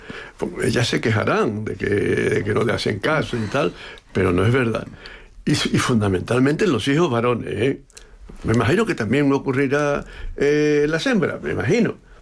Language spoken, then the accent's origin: Spanish; Cádiz, Andalusia, Spain; also born or lived in Seville; yo soy gaditano